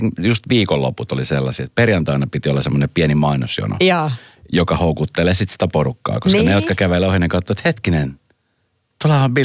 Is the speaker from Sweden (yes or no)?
no; Bogotá, Bogotá Capital District, Colombia; now in Finland; Kolumbiassa, Bogotassa, mistä mä oon lähtöisin